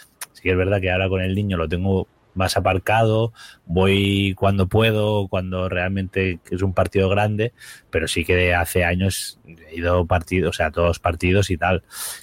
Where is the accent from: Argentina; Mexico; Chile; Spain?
Spain; Barcelona, Catalonia; yo soy de Barcelona, ¿no? Y realmente aquí en Barcelona, en Cataluña